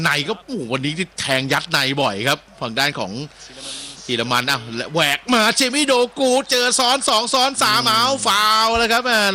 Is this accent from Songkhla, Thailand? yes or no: no; Bangkok, Thailand; now in Samut Prakan, Thailand